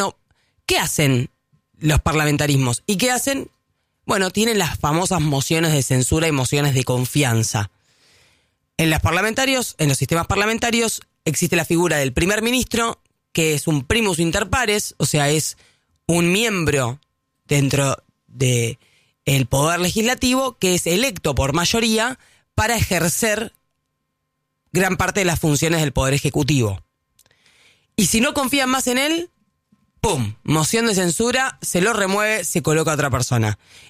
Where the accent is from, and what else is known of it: Argentina